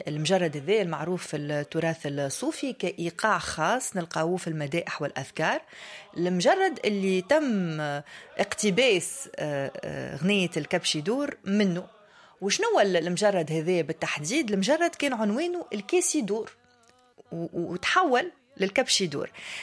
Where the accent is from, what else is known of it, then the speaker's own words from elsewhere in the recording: Tunisia; accent: Tunisian; بلهجتنا التونسية العزيزة الغالية